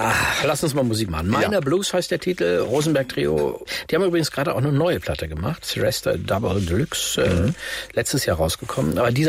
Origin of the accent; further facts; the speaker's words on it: Netherlands; also komme ich übrigens aus den Niederlanden